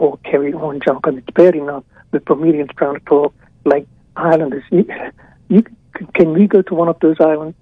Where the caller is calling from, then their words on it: Bermuda; No, we just have to be Bermudians